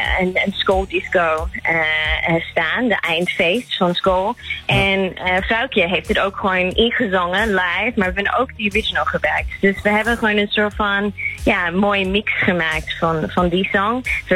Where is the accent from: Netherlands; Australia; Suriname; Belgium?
Australia; Dutch is a second language; Nee, ik kom uit